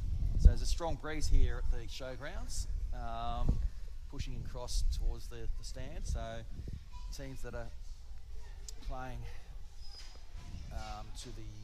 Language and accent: English; Darwin, Northern Territory, Australia; Come down from Darwin for the day to help out the local umpires through the three games today.